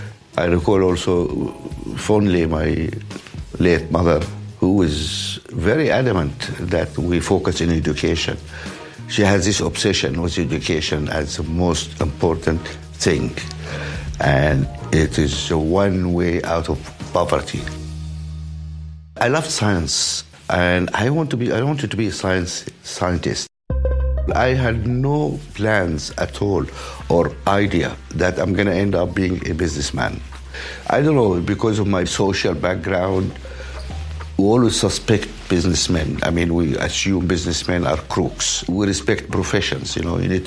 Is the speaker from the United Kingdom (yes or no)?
no; Alexandria, Alexandria Governorate, Egypt; also born or lived in Wadi Halfa, Sudan; I was born in Halfa in Sudan. My father worked in Egypt, so I grew up and did my schooling in Alexandria, in Egypt.